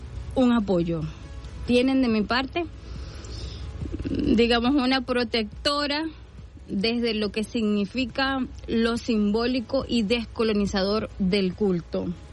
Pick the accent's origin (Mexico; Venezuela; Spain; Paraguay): Venezuela; Resume lo que somos como venezolanos.